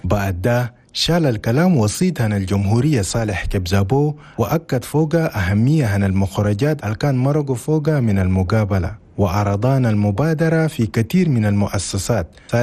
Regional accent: Chad

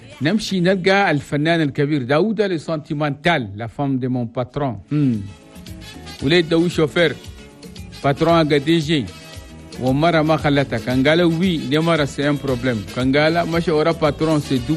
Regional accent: Chad; وكل الكولونيا الافريقيه اللي قاعدين في بلدنا تشاد وخاصه في العاصمه الجميله نقول لكم مساء جميل من غاديو تشاد.

